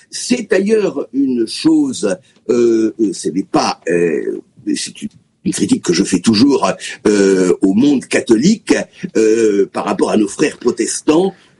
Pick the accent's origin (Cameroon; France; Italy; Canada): France; South-West